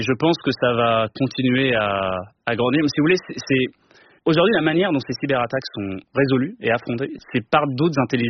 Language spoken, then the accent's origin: French; France; en tant que Français européens